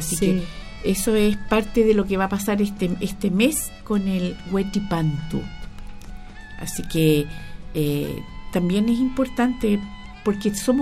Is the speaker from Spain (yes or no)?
no; Chile; así como los chilenos tenemos algunas costumbres que no honra al Señor, pero que para eso está el pueblo cristiano.